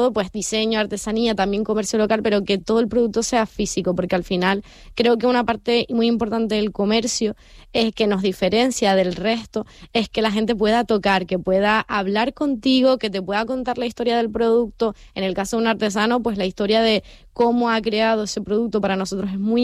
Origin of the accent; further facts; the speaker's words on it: Santa Cruz de La Palma, Canary Islands, Spain; accent: palmero; moved away as an adult; also born or lived in Tenerife; now in Gran Canaria, Spain; Sí, yo soy palmera de Santa Cruz.